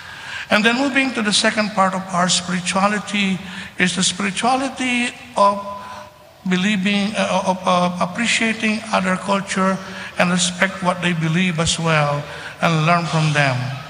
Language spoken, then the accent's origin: English; Philippines; I came from the Philippines, and I guess some people were here, come from different countries